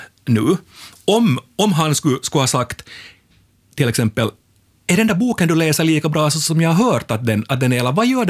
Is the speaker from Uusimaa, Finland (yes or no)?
yes; Kirkkonummi, Uusimaa, Finland; No, jag kommer från Kyrkslätt.